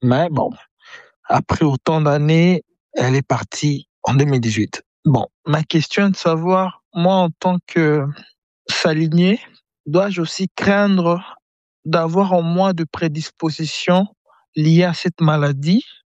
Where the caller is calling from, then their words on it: DR Congo; Je suis congolais de la RDC. Je vis à Kinshasa, mais présentement, je me trouve en mission à Kolwezi. J'ai 33 ans.